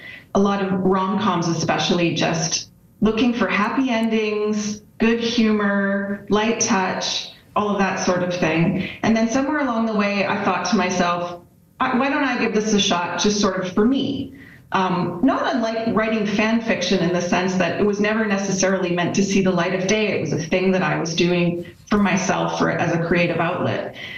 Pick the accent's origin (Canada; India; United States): Canada; Calgary, Alberta; born or raised there